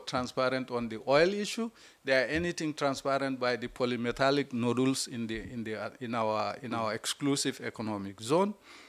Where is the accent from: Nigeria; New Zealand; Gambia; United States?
Gambia; born there; Part of my childhood, I grew up in Kauri, in that Panjang area.